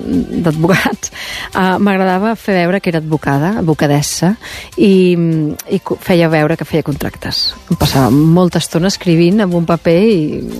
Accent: Barcelona, Catalonia, Spain

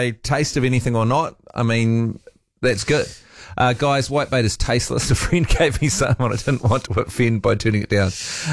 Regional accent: South Island, New Zealand; See, that's probably why I call them patties, because I'm from the South Island as well, Lisa.

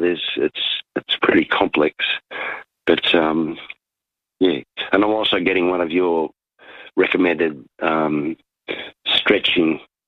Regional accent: Canberra, Australian Capital Territory, Australia; I'm from Canberra.

